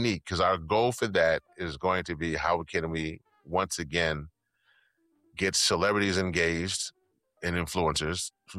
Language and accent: English; Louisiana, United States; my home state, Louisiana